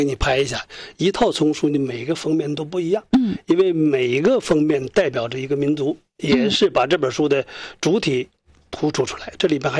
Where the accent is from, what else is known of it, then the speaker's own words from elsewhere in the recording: China; now in Jilin, China; 因为我出生在草原上嘛，长在大兴安岭，降生在大兴安岭，出生在草原